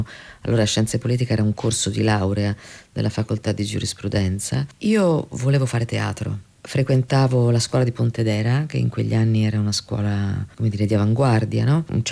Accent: Spain; now in Italy; Beh, io comunque sono anche spagnola, però insomma per tanto tempo è stato il contrario.

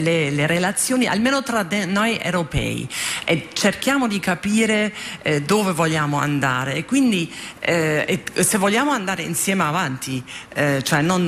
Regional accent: Germany

